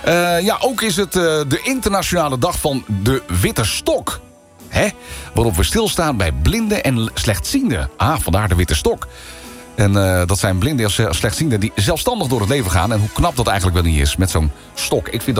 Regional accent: Friesland, Netherlands; Die woonden in Den Haag. Wij komen helemaal uit Friesland. Dus ja, dan blijf je logeren.

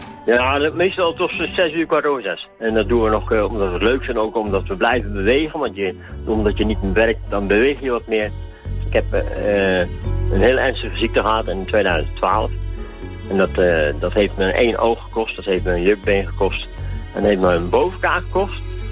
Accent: Dordrecht, South Holland, Netherlands; uit Dordrecht. Ik ben 68 jaar.

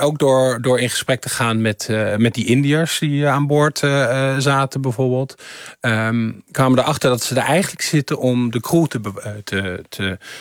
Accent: Netherlands; hallo, ik ben een onderzoeksjournalist uit Nederland.

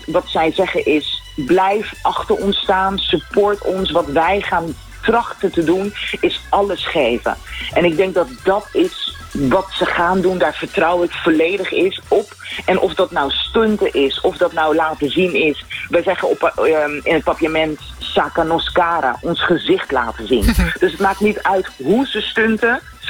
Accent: Curaçao; wij als Curaçaoënaars

